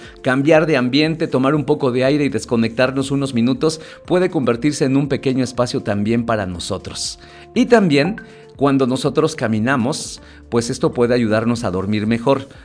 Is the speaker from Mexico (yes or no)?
yes; Mexico; Nosotros, como buenos mexicanos, que nos encanta hacer sobremesa